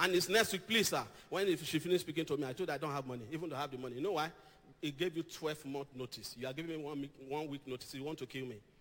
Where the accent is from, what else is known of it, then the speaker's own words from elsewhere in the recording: Akure, Ondo, Nigeria; as a young man growing up in Trem, Akure